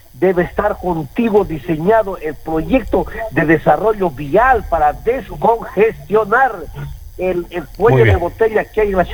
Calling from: Loja, Ecuador; Soy un ciudadano que vivo en Loja por muchos años acá.

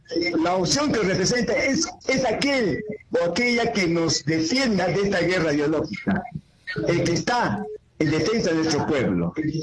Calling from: Juliaca, Puno, Peru; desde Juliaca.

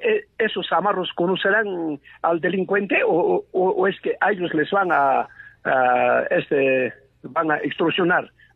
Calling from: Juliaca, Puno, Peru; De acá de Juliaca

